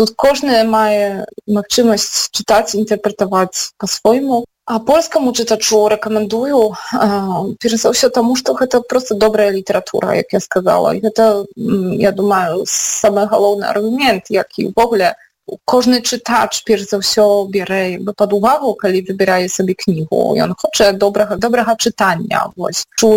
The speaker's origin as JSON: {"language": "Ukrainian", "region": "Podlaskie Voivodeship", "country": "Poland", "tie": "born or raised there", "said": "я родом з Подляша, і напевно це сімейні корені, і Подляша саме по собі повпливало на те, що мені після вже доволі легко доводилося вчитися і говорити"}